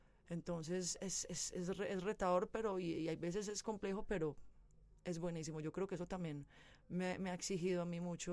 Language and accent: Spanish; Medellín, Antioquia, Colombia; moved away as an adult; also born or lived in San Cristóbal, Medellín / Los Angeles, United States; Mi Medellín tiene mis raíces, mi cuna. O sea, de hecho, es como que todo. Yo miro mi personalidad, veo quién soy. Es como que a mí me forjó Medellín.